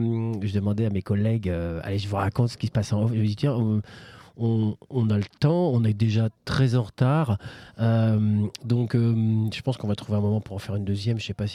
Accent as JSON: {"language": "French", "town": "Caen", "region": "Normandy", "country": "France", "said": "Il y a quelques cafcons aussi à Caen, nous venons de Caen"}